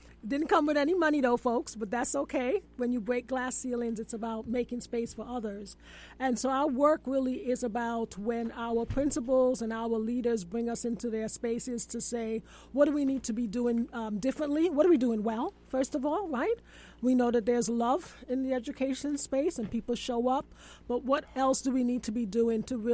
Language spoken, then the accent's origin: English; New York City, New York, United States; I am from Harlem. I grew up on Sugar Hill on 143rd Street.